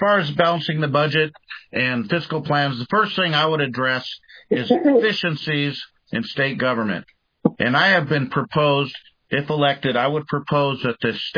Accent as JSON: {"language": "English", "town": "Bethel", "country": "United States", "said": "I'm from Bethel. I've lived out here a lot of years."}